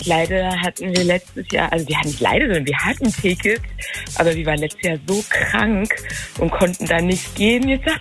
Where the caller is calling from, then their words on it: Berlin, Germany; Ich komme aus Lankwitz.